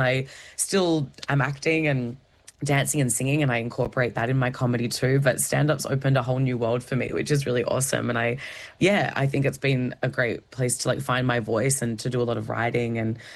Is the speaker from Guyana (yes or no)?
no; Perth, Western Australia, Australia; I'm from Perth, Western Australia.